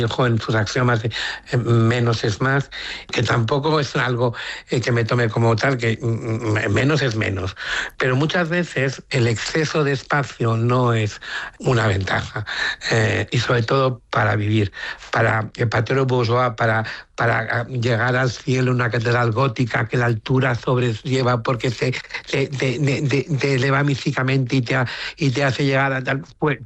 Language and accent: Spanish; Spain; donde ya por el hecho de nacer en ese país ya tenemos multitud de cosas ganadas. Seamos mejores como españoles y como seres humanos.